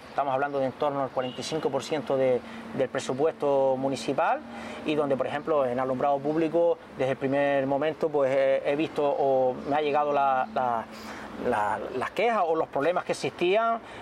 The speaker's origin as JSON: {"language": "Spanish", "town": "Tuineje", "region": "Canary Islands", "country": "Spain", "tie": "born or raised there", "said": "en la plaza de mi pueblo, esta, donde uno ha jugado desde niño, donde te vio nacer, crecer, y bueno, aparte de ser el casco histórico del municipio de Tuineje"}